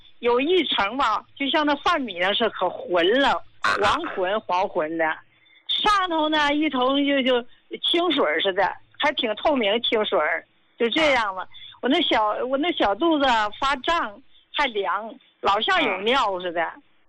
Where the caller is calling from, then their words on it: Qinhuangdao, Hebei, China; 我是哪的人？我是秦皇岛的。我今年呢83岁了